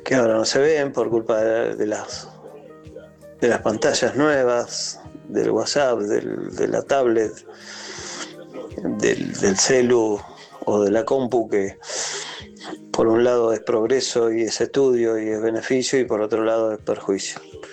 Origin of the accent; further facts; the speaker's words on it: Francisco Álvarez, Buenos Aires Province, Argentina; de Francisco Álvarez Moreno, zona de Quintas.